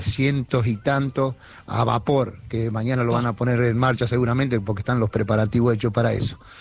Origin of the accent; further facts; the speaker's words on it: Firmat, Santa Fe, Argentina; nosotros estamos en López, somos de la provincia de Santa Fe, nosotros somos nativos de Firmat, pero estamos en López, en una localidad pequeña, aquí en el centro, en el corazón de la provincia de Santa Fe